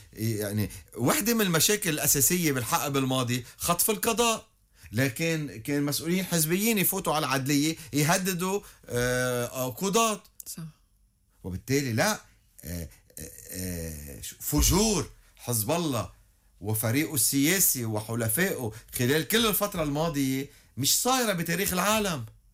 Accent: Lebanon; نحن كلبنانيين وطنيين

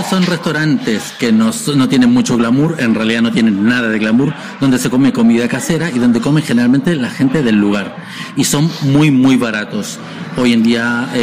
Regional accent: Arica, Arica y Parinacota, Chile; moved away; nosotros tenemos la gracia que vivimos en la frontera con Perú

